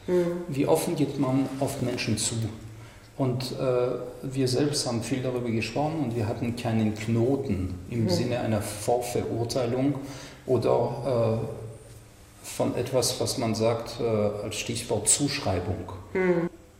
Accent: France; German is a second language

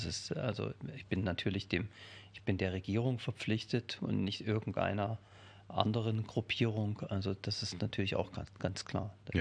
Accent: Hirschberg, Thuringia, Germany; Also ich bin gebürtiger Thüringer, bin 1965 in Hirschberg an der Saale geboren, im südöstlichsten Zipfel Thüringens, kann man sagen, genau an der Grenze zwischen Bayern, Thüringen und Sachsen. Bin ja Thüringer Vogtländer

